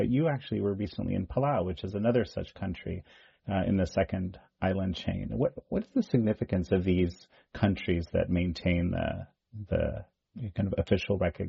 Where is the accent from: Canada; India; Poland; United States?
Canada; I mean, I'm Canadian, and we have a disproportionately large number of Canadian viewers.